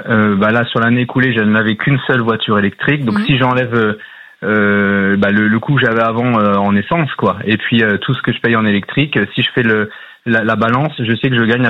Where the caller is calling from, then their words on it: Bourgogne-Franche-Comté, France; je suis dans la région d'Auxerre.